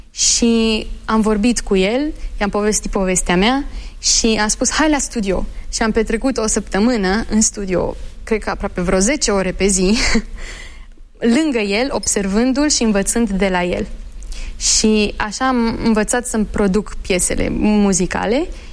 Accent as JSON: {"language": "Romanian", "country": "Belgium", "tie": "born or raised there", "said": "ne-am născut și am crescut în Belgia, ei întotdeauna au spus, ok, în casă vorbim în limba română. Afară vorbiți ce vreți, engleză, franceză, flamandă, orice, dar în casă vorbim în limba română."}